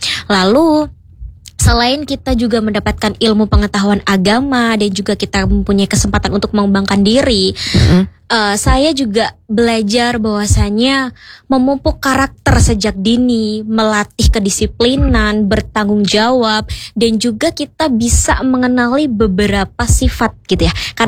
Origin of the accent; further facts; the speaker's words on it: Pasir Sakti, Lampung, Indonesia; now in Yogyakarta, Indonesia; Di sini asal saya dari Lampung, Mbak Erna.